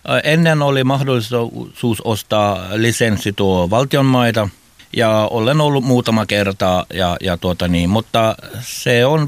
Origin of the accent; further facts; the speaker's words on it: Pedersöre, Ostrobothnia, Finland; ja mä tuun Pedersöörestä.